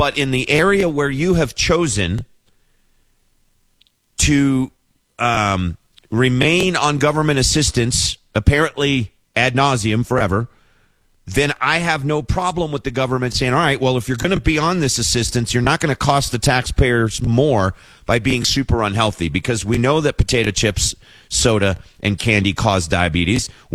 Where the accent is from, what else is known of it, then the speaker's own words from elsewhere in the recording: Wilmore, Kentucky, United States; And there's a grocery store in my hometown of Wilmore, owned by the wonderful Fitch family.